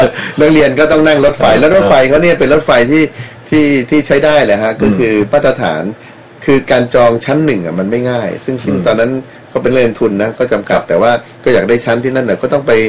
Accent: Phitsanulok, Thailand; moved away; also born or lived in India; บ้านผมพิโลกอ่ะผมก็เรียกพิโลก

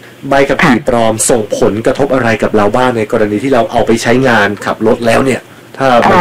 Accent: Pathum Thani, Thailand; เป็นคนปทุมธานี

